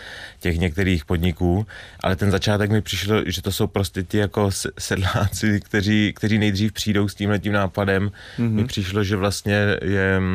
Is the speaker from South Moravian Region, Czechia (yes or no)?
yes; Strážnice, South Moravian Region, Czechia; Ten zmiňovaný třeba Lukáš Příkazský, tak ten je taky ze Strážnice, odkud pocházím, takže vlastně jsme už spolu v dětství nebo v dospívání natáčeli nějaké krátké filmy